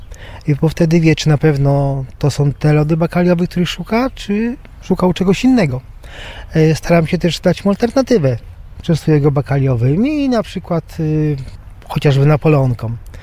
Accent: Warsaw, Masovian Voivodeship, Poland; Tak, ja wychowałem się na ulicy Strzeleckiej, na Stalowej. Te okolice nie są mi do końca obce.

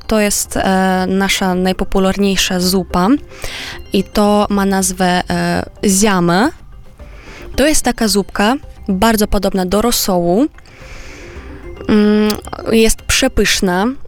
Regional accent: Moldova; Polish is a second language; now in Poland; jak powiedziałam, że jestem z małego miasta, to oczywiście Kiszyniów, no to jest duże miasto dla mnie.

